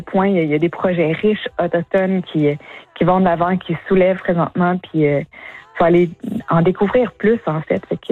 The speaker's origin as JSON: {"language": "French", "region": "Quebec", "country": "Canada", "said": "Parce que le français, même si c'est ma langue première, j'ai toujours senti que c'était pas ma langue. Ma langue, l'Inuaimun, je le parle pas."}